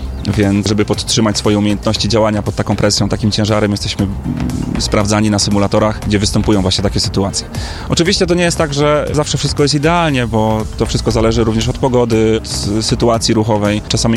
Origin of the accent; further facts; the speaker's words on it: Poznań, Greater Poland Voivodeship, Poland; Mi się udało dostać na lotnisko w Poznaniu, gdzie ja jestem poznaniakiem, więc z tego tytułu byłem bardzo zadowolony.